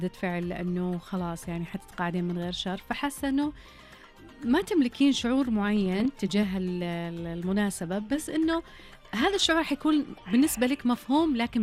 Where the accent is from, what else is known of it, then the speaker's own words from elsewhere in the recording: Saudi Arabia; عندنا في السعوديه